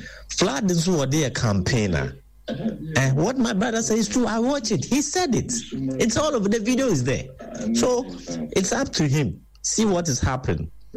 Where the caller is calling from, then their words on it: Takoradi, Western Region, Ghana; I'm calling from Takoradi.